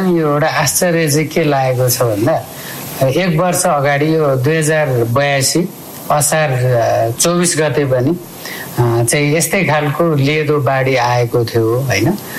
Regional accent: Sindhuli district, Bagmati, Nepal; मेरो गृह जिल्ला सिन्धुलीबाटै

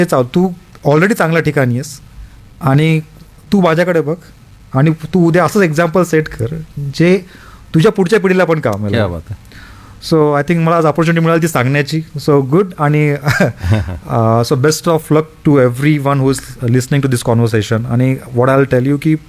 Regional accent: Latur, Maharashtra, India; मी लातूरचं आहे

